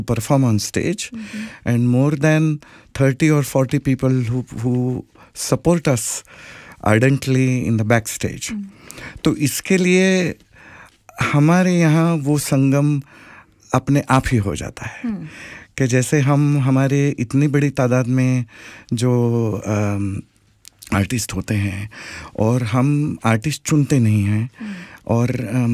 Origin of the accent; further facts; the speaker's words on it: Maharashtra, India; मैं महाराष्ट्रियन बैकग्राउंड से हूँ और मराठी में कहावत है, निंदकाचे घर असावे शेजारी.